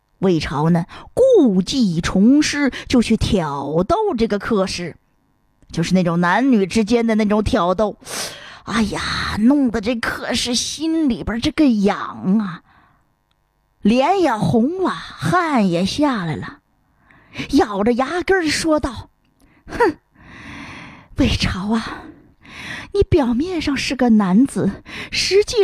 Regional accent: northern China, China; 咱们北方来讲，尤其是北京东北这一带，哎，我们呢方言土语里不称客

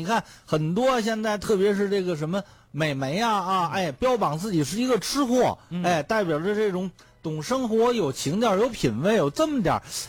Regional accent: Beijing, China; 特别你比如对咱们北京人。最高的礼遇不是下馆子，是在家吃。

